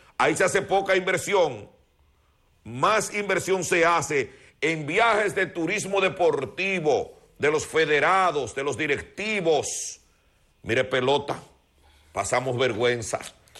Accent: Dominican Republic

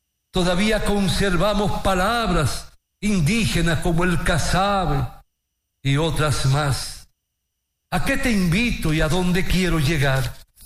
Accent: Dominican Republic; yo lo viví desde mi niñez en la Guácara, allá por la piña de Cotrí, allá en un pequeño campo y sección de Sierra Prieta.

